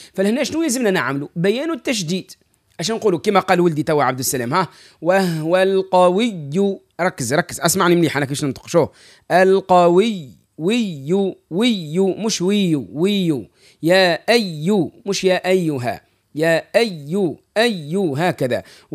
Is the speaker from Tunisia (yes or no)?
yes; Tunisia; accent: Tunisian; نحن في لهجتنا التونسية العادية